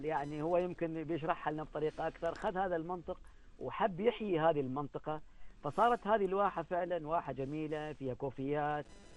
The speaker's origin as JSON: {"language": "Arabic", "country": "Oman", "said": "أي سائح أو أي نقول نحن مواطن عماني يجي من داخل عمان إلى محافظة البريمي"}